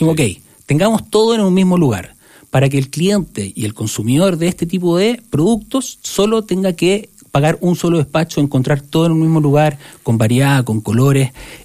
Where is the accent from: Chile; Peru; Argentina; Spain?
Chile; vengo de Chile